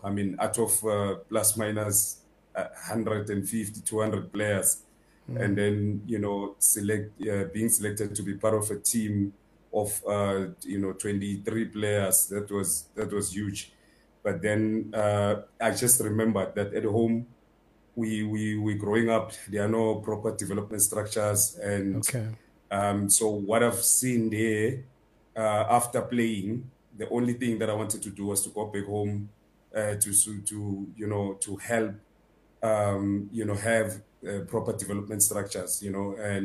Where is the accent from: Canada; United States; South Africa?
South Africa; Mbombela, Mpumalanga; moved away as an adult; also born or lived in Komatipoort / Gauteng; Mbombela is home. I was born in Komazi and grew up in Mbombela.